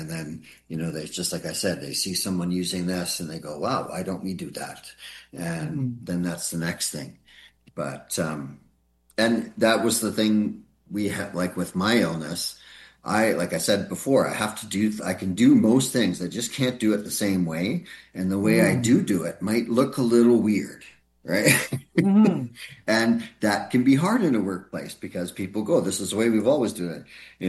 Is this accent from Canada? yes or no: yes; Alberta, Canada; now in Richmond, Canada; when I moved to Richmond. I'm from Alberta, so I didn't know Richmond at all.